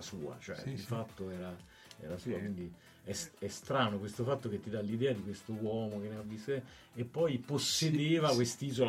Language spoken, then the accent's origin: Italian; Rome, Lazio, Italy; moved away; io e mia moglie, siamo romani, quindi in casa comunichiamo in romano.